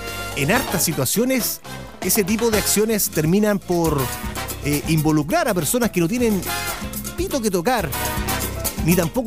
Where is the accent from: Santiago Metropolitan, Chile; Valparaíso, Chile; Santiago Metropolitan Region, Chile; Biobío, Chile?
Biobío, Chile; Hualpén; Son cerca de 40 kilómetros que tengo que conducir hasta mi tierra natal de Hualpén.